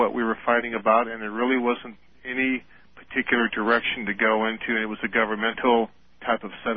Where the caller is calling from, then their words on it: Los Angeles, California, United States; from San Pedro, which is in the Southern California area.